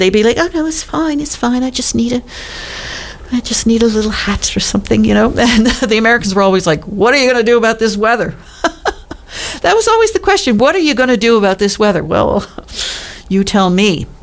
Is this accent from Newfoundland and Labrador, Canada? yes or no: yes; Newfoundland and Labrador, Canada